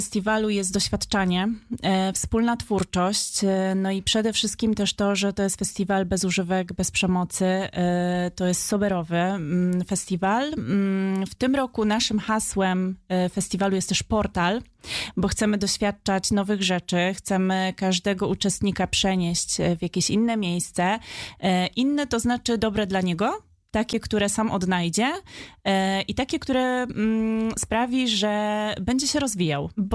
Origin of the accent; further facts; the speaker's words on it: Lubusz Voivodeship, Poland; moved away as an adult; now in Wrocław, Poland; ja właściwie nie jestem z Wrocławia, jestem z województwa lubuskiego. Przyjechałam do Wrocławia na studia